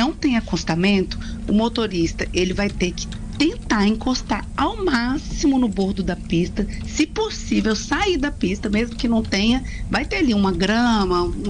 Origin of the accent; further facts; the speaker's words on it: Brasília, Federal District, Brazil; Eu sou de Brasília